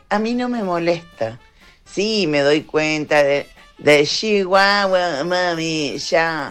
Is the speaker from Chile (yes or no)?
yes; Chile; Yo soy chilena de toda la vida, apenas he salido de mi país, ¿ya? Y no sé, me encuentran voz de extranjera, de española, de cualquier cosa.